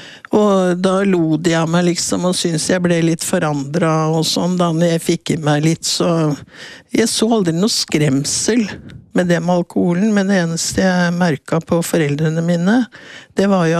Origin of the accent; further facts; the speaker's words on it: Oslo, Norway; Jeg var født i Oslo i 1943, såkalt krigsbarn. Jeg ble født bak blendingsgardiner på Josefinegaten klinikk, og vokste jo opp der, og gikk på skole der frem til syvende klasse da, for å flytte til Bøler, en av disse nye drabantbyene som vokste opp rundt Oslo.